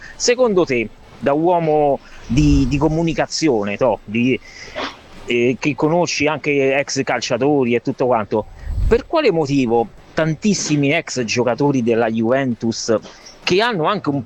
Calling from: Rome, Lazio, Italy

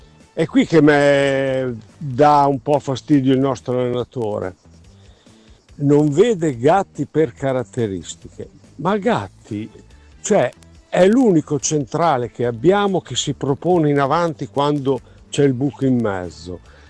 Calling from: Imola, Emilia-Romagna, Italy; da Imola.

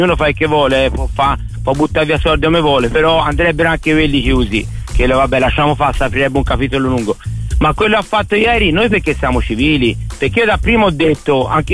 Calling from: Montespertoli, Tuscany, Italy; io sono di Montesperto, però lavoro a Monte

